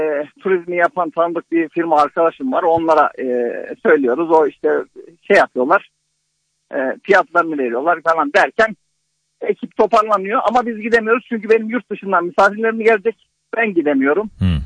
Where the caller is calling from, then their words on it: Ankara, Turkey; Ankara'dan.